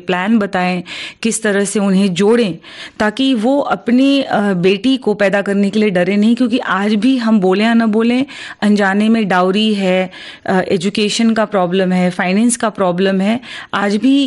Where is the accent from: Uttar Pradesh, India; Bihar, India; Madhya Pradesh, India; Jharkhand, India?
Uttar Pradesh, India; क्योंकि हम उत्तर प्रदेश से हैं